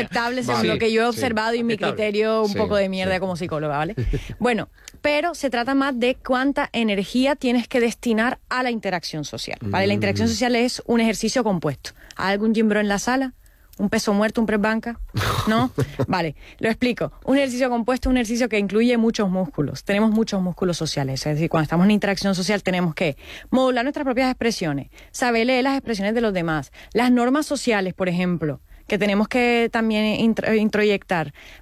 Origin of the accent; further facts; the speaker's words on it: Caribbean coast, Colombia; Yo vengo de la Andalucía de Colombia, ¿vale? De la costa del Caribe colombiano.